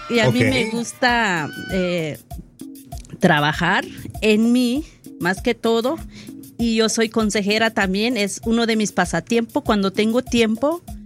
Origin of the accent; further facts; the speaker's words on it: Nebaj, Quiché, Guatemala; Yo soy del departamento de Nevaj.